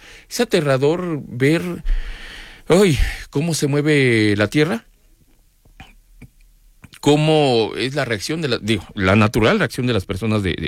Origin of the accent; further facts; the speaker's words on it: Mexico; hablo de México y obviamente quienes somos mexicanos por nacimiento, por adopción o por convicción.